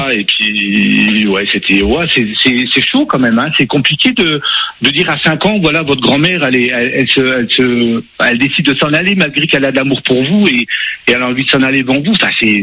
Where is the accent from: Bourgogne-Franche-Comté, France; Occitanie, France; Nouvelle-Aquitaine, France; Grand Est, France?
Grand Est, France; Thionville; je suis dans l'est de la France, je suis de Thionville.